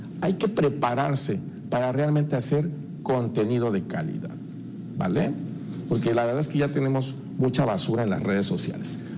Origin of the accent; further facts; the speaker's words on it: Mexico; como periodista, como ciudadano mexicano